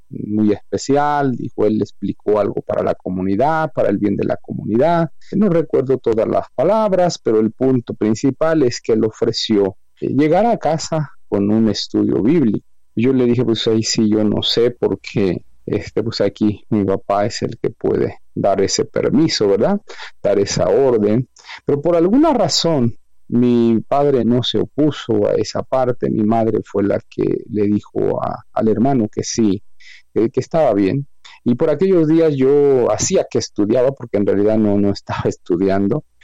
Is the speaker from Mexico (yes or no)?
yes; Mexico City, Mexico; born there; Yo nací en una de las colonias más conflictivas hasta hoy de la Ciudad de México, la delegación Iztapalapa